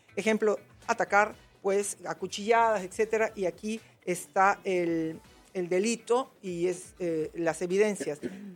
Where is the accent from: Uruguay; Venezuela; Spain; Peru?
Peru; como somos los peruanos